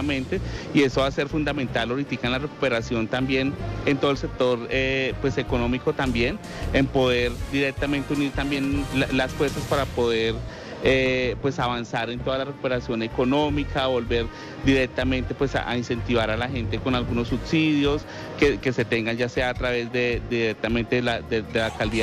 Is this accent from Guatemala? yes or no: no; Tolima, Colombia; nosotros como colombianos, como tolimenses